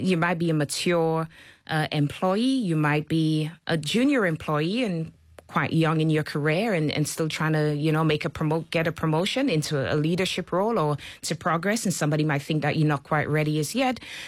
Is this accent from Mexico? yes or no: no; Trinidad & Tobago; moved away as an adult; now in Australia; And to be precise, I'm from Trinidad and Tobago